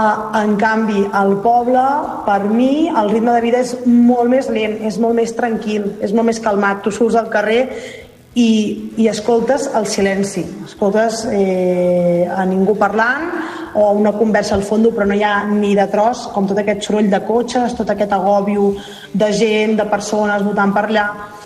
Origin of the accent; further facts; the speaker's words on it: Prats de Lluçanès, Catalonia, Spain; now in Barcelona, Spain; Mireu, jo soc de Prats de Lluçanès, jo he viscut tota la meva vida allà, però des de fa uns anys estic vivint a Barcelona.